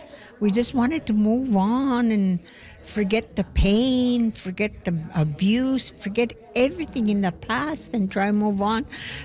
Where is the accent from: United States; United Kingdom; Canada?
Canada; Beardy's and Okemasis First Nation, Saskatchewan; I'm from Beardies and Okamosis First Nation. I went to Duck Lake St. Michael's Indian Residential School for 4 years, from 7 to 11.